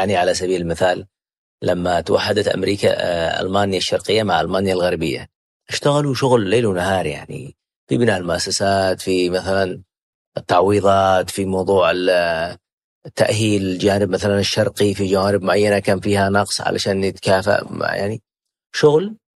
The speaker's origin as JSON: {"language": "Arabic", "country": "Yemen"}